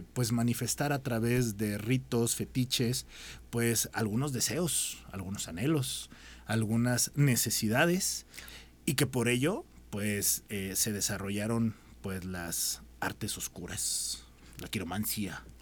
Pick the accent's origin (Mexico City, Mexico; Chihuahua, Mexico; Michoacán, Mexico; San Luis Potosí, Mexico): San Luis Potosí, Mexico; Matehuala; No me importa que digan que es Río Verde, no, es Matehuala. Saludos a mi tierra.